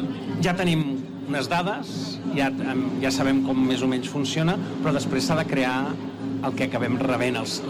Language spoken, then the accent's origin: Catalan; Barcelona, Catalonia, Spain; jo que sóc del Guinardó, el millor barri del món